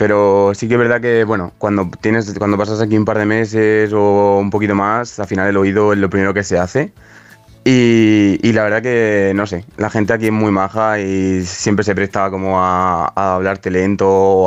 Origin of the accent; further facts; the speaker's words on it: Bigastro, Valencian Community, Spain; moved away as an adult; now in Ireland; yo soy de Bigastro.